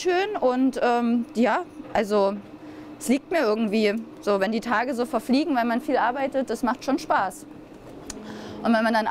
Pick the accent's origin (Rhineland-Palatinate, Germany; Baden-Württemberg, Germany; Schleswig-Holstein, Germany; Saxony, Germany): Saxony, Germany; Dresden; now in Rügen, Germany; Ich wollte ja eigentlich nie weg aus Dresden, das hat mir schon, war schon meine Heimat so, ne?